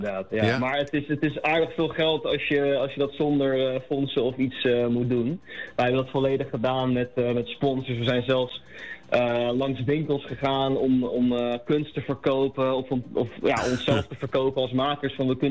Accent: Leiden, South Holland, Netherlands; ik kom zelf uit Leiden. En het begon gewoon als dat het makkelijk is om bij mij thuis te filmen.

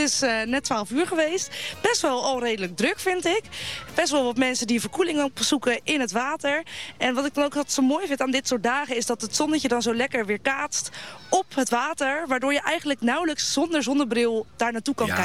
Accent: Katwijk, South Holland, Netherlands; Ik vind het ook altijd wel omdat ik zelf uit Katwijk kom. Dus als het al snel warm is, dan ga ik al snel naar het strand.

